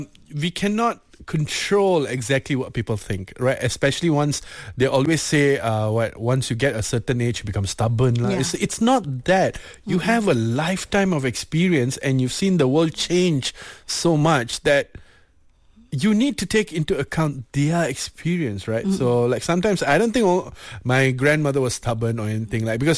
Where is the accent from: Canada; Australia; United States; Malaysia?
Malaysia; because I come from Felda Settlers, right? Uh-huh. So I used to stay there for a bit.